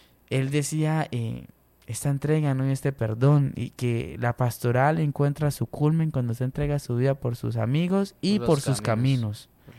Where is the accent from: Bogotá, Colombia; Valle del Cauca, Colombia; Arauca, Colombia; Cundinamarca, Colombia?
Arauca, Colombia; Fortul; frente al parque de mi pueblo